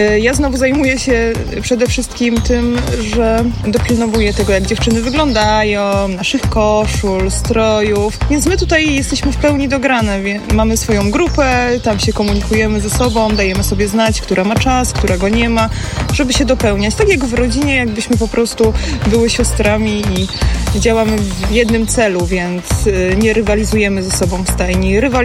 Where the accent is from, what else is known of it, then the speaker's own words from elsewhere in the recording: Silesian Voivodeship, Poland; Jesteśmy grupą kowbojek ze Śląska, które każdego dnia udowadniają, że dziki zachód może również istnieć tutaj, pomiędzy familokami, lasami i śląskimi miastami.